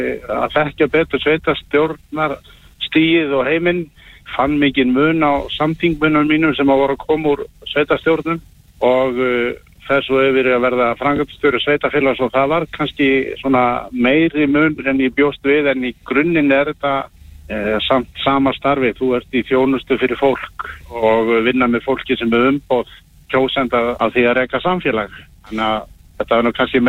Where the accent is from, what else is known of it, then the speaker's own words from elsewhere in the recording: Hvalfjarðarsveit, Western Region, Iceland; Þetta er mín heimasveit og ég hefði bara metnað fyrir því að fara og bjóða mig fram mína krafta í minni heimasveit